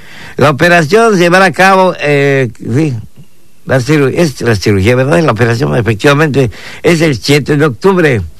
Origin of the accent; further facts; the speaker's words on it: Yucatán, Mexico; also born or lived in Quintana Roo; Yo soy orgullosamente yucateco, dignamente quintanarroense.